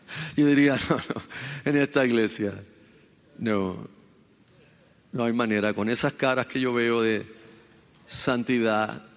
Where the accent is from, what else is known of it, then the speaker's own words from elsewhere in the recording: Carolina, Puerto Rico; como dirían en mi pueblo, Carolina